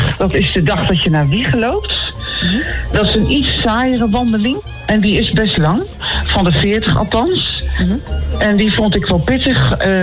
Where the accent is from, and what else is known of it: Nijmegen, Gelderland, Netherlands; born or raised there